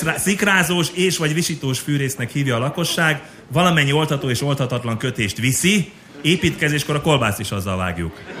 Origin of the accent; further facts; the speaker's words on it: Debrecen, Hajdú-Bihar, Hungary; Debrecenből jöttem, köztudottan ez egy város.